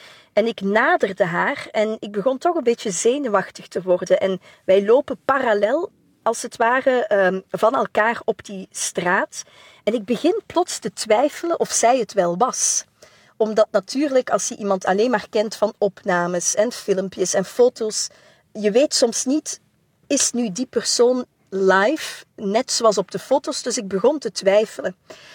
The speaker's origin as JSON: {"language": "Dutch", "country": "Belgium", "said": "Ze vond het ongelooflijk dat ik uit België kwam."}